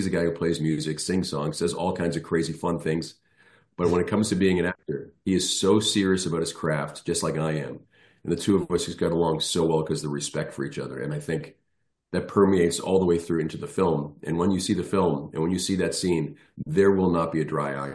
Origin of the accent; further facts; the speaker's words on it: Ireland; both my parents are from Ireland, and you know, being an Irish guy myself, an Irish citizen